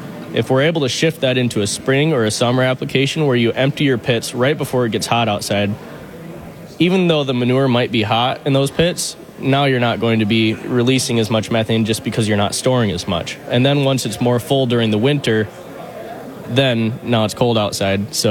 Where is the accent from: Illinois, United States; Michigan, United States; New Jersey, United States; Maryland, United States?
Michigan, United States; Grand Rapids; I'm from Grand Rapids, Michigan.